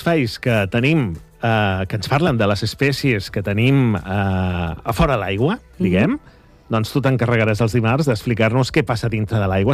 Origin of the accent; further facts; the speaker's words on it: Barcelona, Catalonia, Spain; now in Calafell, Spain; porto 20 anys, som de Barcelona, pues som mira. Calafellencs.